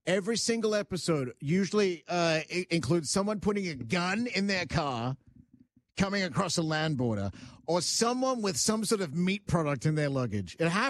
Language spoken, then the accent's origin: English; Australia; now in Canada; Now, look, when I go back to Australia, I'm a Canadian now, but when I go back to Australia, there is a list of things that have to come back with me to North America